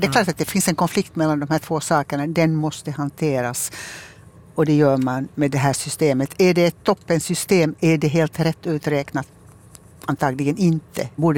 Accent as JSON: {"language": "Swedish", "country": "Finland", "accent": "Finland Swedish", "moved": "yes", "lives_now": "Malmö, Sweden"}